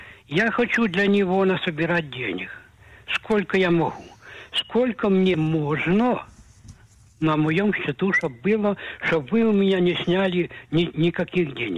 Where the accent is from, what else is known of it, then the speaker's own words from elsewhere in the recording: Dimona, Southern District, Israel; из Димоны.